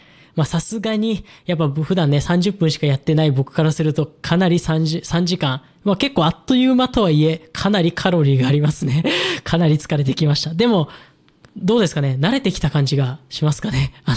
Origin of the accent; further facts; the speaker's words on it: Ibaraki, Japan; 僕もね、茨城県出身なので